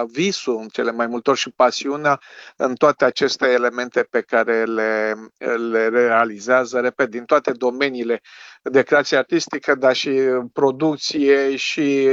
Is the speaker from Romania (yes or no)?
yes; Romania; mă fac să spun că sunt mândru că sunt român, sunt proud to be Romanian